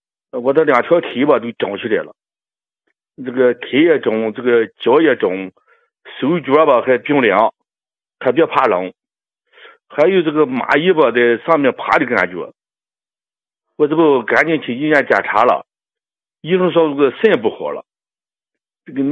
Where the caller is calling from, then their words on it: Qingdao, Shandong, China; 嗯，王老师，我是山东青岛的老朋友了。